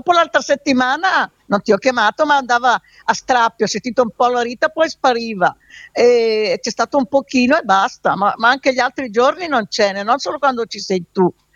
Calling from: Lombardy, Italy; accent: Val Camonica dialect

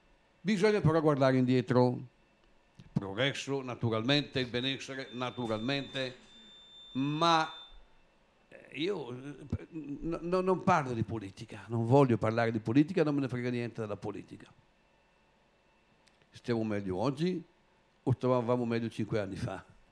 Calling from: Manerba del Garda, Lombardy, Italy; io, che sono lì a Manerba

